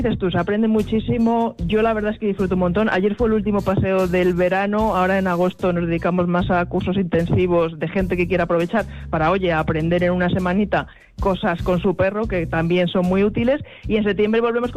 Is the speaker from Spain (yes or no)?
yes; Spain; Porque al final, como has dicho, somos españoles